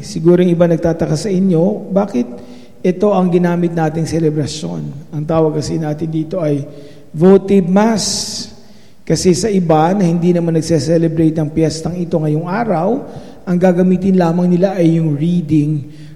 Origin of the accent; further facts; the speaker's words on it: San Miguel, Central Luzon, Philippines; born there; Ako po ay ipinanganak sa San Miguel Bulacan, ang lugar po ng aking ama